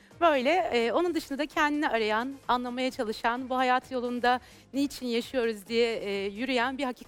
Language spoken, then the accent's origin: Turkish; Samsun, Turkey; moved away as an adult; now in Istanbul, Turkey; İstanbul'da yaşıyorum. Aslen Samsunluyum. 33 yıl Samsun'da yaşadım. Karadenizliyim. Daha sonra buraya taşındım.